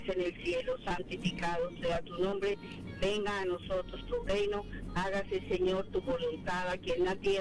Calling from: Riverside, California, United States; hablas con … tu compatriota, me llamo de Riverside

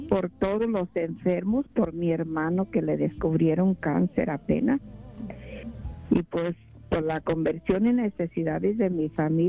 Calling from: Orange, California, United States; de Orange.

